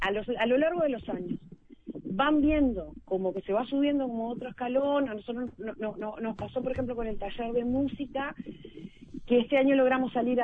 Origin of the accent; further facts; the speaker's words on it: Uruguay; yo creo que uno como uruguayo tiene que reflexionar desde el punto de partida